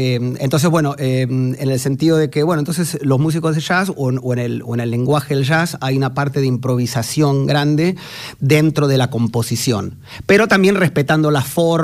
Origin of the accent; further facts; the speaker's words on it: Buenos Aires, Argentina; Aires, capital.